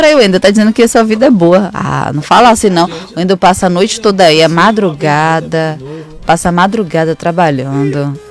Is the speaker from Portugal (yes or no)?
no; São Paulo, Brazil; Estou aqui há 30 anos, sou paulistano, adoro a cidade.